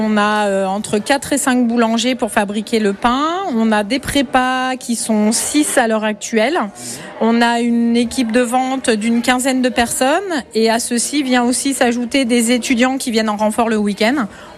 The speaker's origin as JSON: {"language": "French", "town": "Lyon", "region": "Auvergne-Rhône-Alpes", "country": "France", "said": "Moi, je suis lyonnaise"}